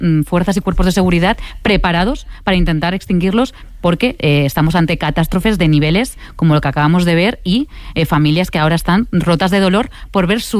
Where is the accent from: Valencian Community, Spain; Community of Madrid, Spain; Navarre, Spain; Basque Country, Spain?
Valencian Community, Spain; Castellón; Yo soy de Castellón y además acabamos de sufrir un terrible incendio en la Serra de Espadà, que también está entre Castellón y Valencia.